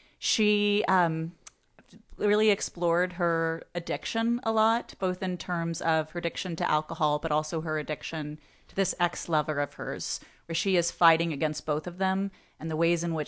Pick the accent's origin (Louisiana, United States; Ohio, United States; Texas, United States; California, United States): Texas, United States; Austin; I grew up in Austin